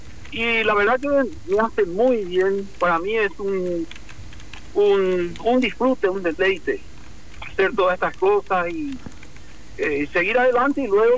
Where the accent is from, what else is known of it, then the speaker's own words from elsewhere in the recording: Villarrica, Guairá, Paraguay; now in Encarnación, Paraguay; Yo soy de Villarrica, uh-huh. a pesar de que vivo en Encarnación, siempre me considero soy de Villarrica. Uh-huh. Esa es mi tierra.